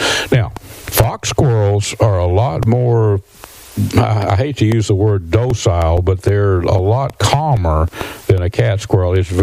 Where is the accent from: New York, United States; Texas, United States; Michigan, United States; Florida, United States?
Texas, United States; Red River County; When I grew up in East Texas, I grew up in Northeast Texas, up in Red River County, which is very rural still, and it's up on the Red River up that way, northeastern part of the state.